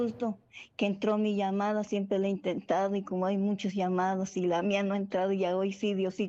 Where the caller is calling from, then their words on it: Hidalgo, Mexico; soy de aquí, de Hidalgo. De Hidalgo soy.